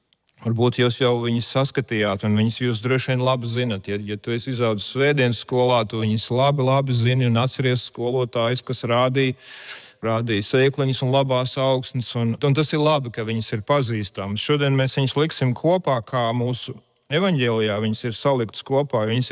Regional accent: Riga, Latvia; Mēs viestura uzaugām Rīgā blakus Biķernieku trasē

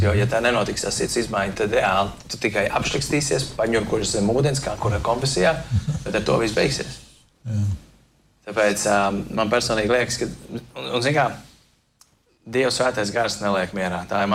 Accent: Liepāja, Kurzeme, Latvia; mēs no Liepājas

